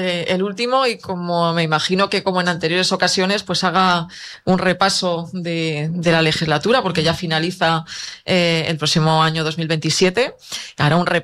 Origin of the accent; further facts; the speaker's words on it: Cantabria, Spain; los que somos del interior de Cantabria, este día de Cabezón, pues le conocemos desde que somos niños. Entonces, bueno, pues yo aquí venía con mis padres cuando era pequeña